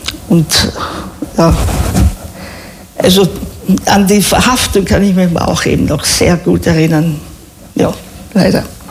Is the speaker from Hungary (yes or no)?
no; Vienna, Austria; born there; meine Mutter war Deutsche und damals meine Eltern noch nicht verheiratet. Also in Wien zwar geboren, aber als deutsche Staatsbürgerin.